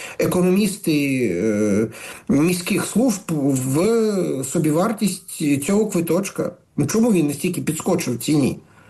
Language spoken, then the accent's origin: Ukrainian; Kyiv, Ukraine; ми всі кияни, правда? Ми ж всі платимо тут податки, ми всі живемо в тому місті.